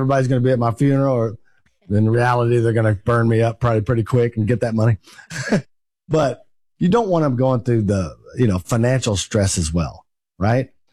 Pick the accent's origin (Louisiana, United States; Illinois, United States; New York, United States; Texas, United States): Texas, United States